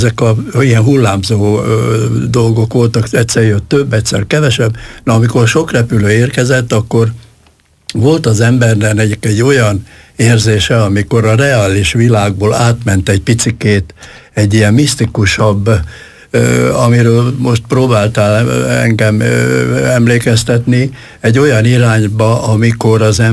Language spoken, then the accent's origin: Hungarian; Zala, Hungary; born or raised there